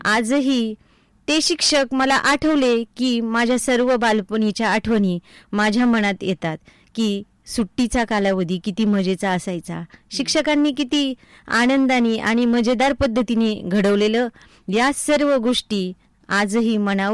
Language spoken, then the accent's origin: Marathi; Walki, Maharashtra, India; माझा जन्म वाळकी या छोट्याशा गावामध्ये झाला। तर माझा जन्म झाला ते कुटुंब शेतकरी कुटुंब आणि मध्यमवर्गीय कुटुंब होतं।